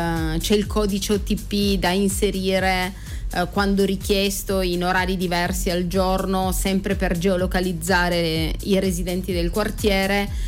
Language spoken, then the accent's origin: Italian; Turin, Piedmont, Italy; io sono nata e cresciuta in Barriera di Milano e poi ho fatto diverse esperienze anche fuori di studio e lavoro, però alla fine sono tornata nel quartiere